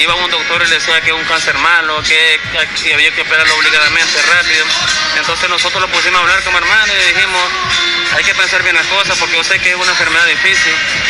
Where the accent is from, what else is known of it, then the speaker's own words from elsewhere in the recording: Nicaragua; moved away; also born or lived in United States; cuando me vine para de Nicaragua, o estuve en Estados Unidos ahorita